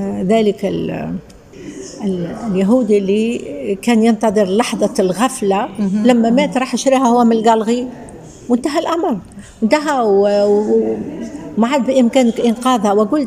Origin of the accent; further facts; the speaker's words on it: Hammam-Lif, Ben Arous, Tunisia; born there; also born or lived in Constantine, Algeria; أنا أعرف أنه كنت صغيرة والعطور اللي كنت أشمها وأنا أمشي البحر، لا سيران اللي كانت في حمام لنف